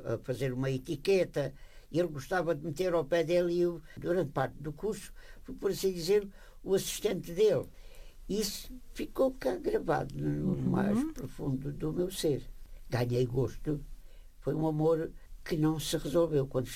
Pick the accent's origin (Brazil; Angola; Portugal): Portugal; Évora, Alentejo; E deslumbrei com a capital, que venho de Évora, uma cidade de província. Estou na capital sozinho